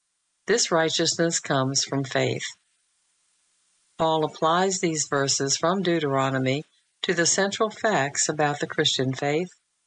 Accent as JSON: {"language": "English", "region": "Alabama", "country": "United States", "accent": "Southern", "said": "How can people know that I'm a Southerner? Years ago, I was in a seminary in California. I was still driving our Volkswagen Beetle around with Alabama car tags."}